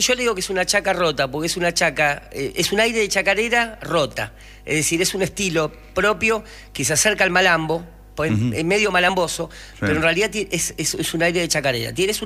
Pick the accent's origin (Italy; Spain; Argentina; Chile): Argentina; Buenos Aires; also born or lived in Almagro, Buenos Aires; nací acá en Almagro, en el Hospital Italiano, un 2 de septiembre de 1977. Me crié en Lugano y vivo actualmente en Paternal.